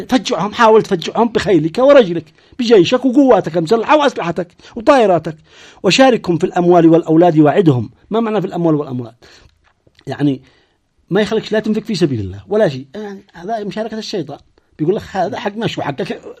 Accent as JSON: {"language": "Arabic", "country": "Yemen", "said": "شعبنا اليمني"}